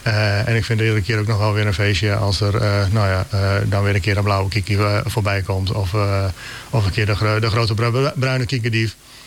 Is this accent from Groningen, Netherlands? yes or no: yes; Appingedam, Groningen, Netherlands; now in Nieuwolda, Netherlands; En ik kom van oorsprong uit Appingedam, dus daar kom ik weg. Ben op enig moment geland in Nieuwolda.